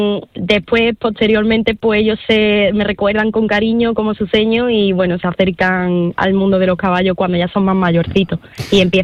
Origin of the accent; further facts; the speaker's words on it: Alcaucín, Andalusia, Spain; born there; especialmente Alcaucín, uno de nuestros pueblos, mi pueblo, como paraíso natural